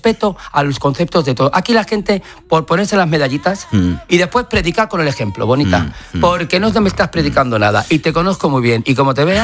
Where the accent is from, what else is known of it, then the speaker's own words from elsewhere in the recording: Madrid, Community of Madrid, Spain; Soy imagen de mi ciudad, soy madrileño. Claro. Madrid no entiende de política, soy madrileño